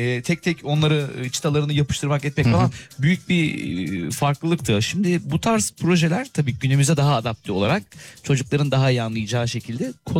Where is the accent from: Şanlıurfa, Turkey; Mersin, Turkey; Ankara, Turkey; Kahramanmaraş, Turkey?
Ankara, Turkey; Ben şimdi o Ankara'da da sonuçta çocukluğum geçmiş ve eğitimini orada da bir şekilde tamamlamaya çalışan biri olarak